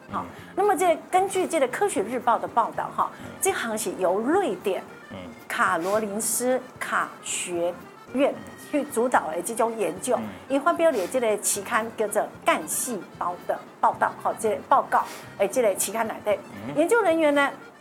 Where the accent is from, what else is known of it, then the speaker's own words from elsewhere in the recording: Taiwan; born there; 我们出生在台湾